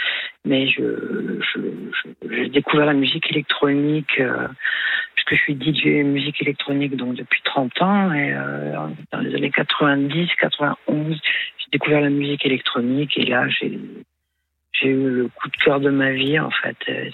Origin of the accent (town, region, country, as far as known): North, France; now in Nébian, France